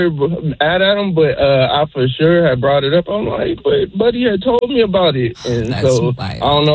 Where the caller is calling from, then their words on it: Marietta, California, United States; I'm calling from Marietta.